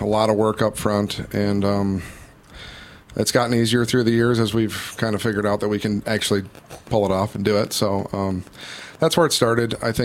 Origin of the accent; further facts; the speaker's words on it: Arcadia, United States; I'm from Arcadia. We host the event at our property there in Arcadia, and I help make it happen.